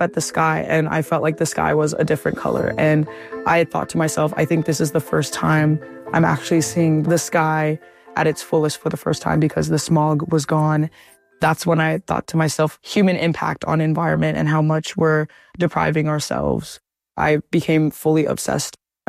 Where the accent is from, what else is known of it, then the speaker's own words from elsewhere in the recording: Los Angeles County, California, United States; now in Connecticut, United States; I grew up in Los Angeles County.